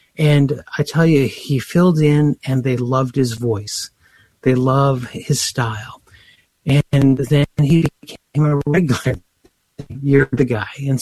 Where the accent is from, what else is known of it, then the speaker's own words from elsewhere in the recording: Canada; And so, like I say, I'm a hockey guy. I'm from Canada, but I tip my hat to the world of soccer.